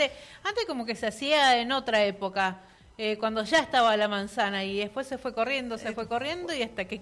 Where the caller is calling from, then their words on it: Cipolletti, Río Negro, Argentina; Buenos días, gente de Radio Master … de Cipolletti, del barrio San Pablo.